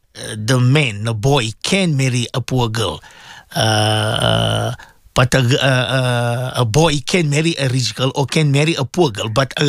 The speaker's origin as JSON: {"language": "English", "town": "Cape Town", "region": "Western Cape", "country": "South Africa", "said": "We're from Cape Town, Ustad."}